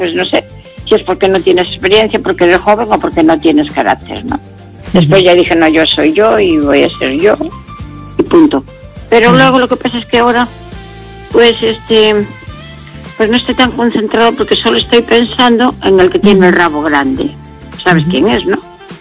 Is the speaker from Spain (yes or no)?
yes; Pontevedra, Galicia, Spain; Buenas noches … de Pontevedra.